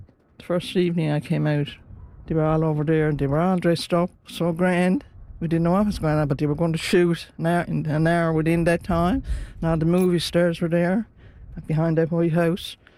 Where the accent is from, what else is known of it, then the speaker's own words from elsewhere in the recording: Brigus South, Newfoundland and Labrador, Canada; moved away as an adult; now in Cappahayden, Canada; I grew up right here in Brickus, just in the hair behind the center, the fishing stage there.